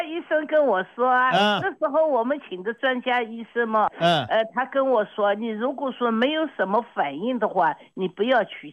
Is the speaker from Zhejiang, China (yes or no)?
yes; Hangzhou, Zhejiang, China; 老家是杭州。